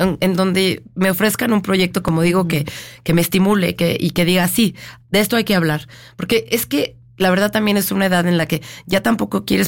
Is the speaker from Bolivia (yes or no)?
no; Mexico; Es que yo soy la única mexicana en la película.